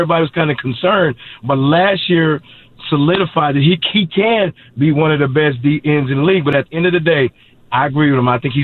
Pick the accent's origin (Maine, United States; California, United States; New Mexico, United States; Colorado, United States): Colorado, United States; Denver; I'm from Denver, Colorado, and I grew up watching John Elway.